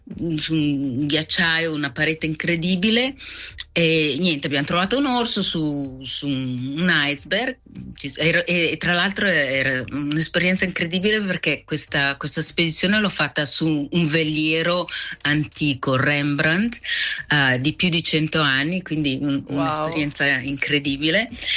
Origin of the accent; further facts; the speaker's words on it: Collina d'Oro, Ticino, Switzerland; now in Canada; Svizzera.